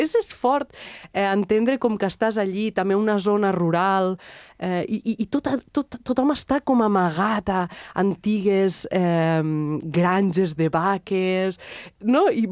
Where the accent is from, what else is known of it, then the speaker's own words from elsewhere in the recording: Catalonia, Spain; moved away as an adult; also born or lived in Belgium; havia tornat a la meva ciutat natal.